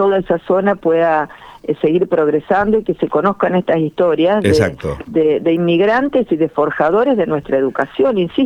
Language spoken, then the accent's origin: Spanish; Argentina; nosotros como argentinos